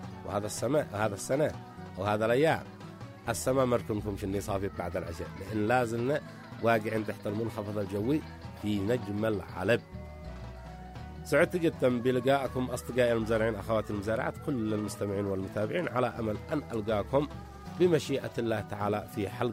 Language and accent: Arabic; Yemen; عندنا في اليمن